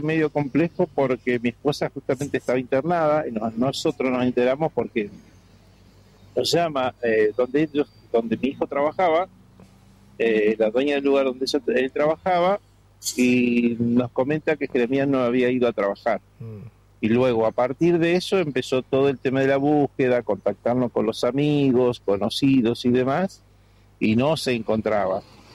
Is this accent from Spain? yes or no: no; Neuquén, Argentina; nosotros somos de acá de Neuquén